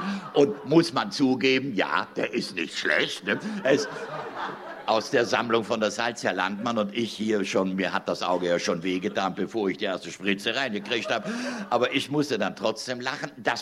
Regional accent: Trentino-Alto Adige, Italy

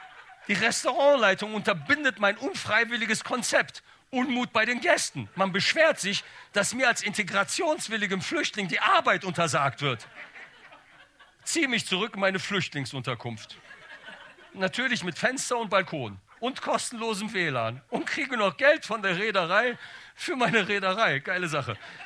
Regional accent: Bonn, North Rhine-Westphalia, Germany; Ich komme ja aus Bonn und bin ein Ghetto-Kind, Zitterland. Und trotz des harten Umfelds kam ich niemals auf die schiefe Bahn.

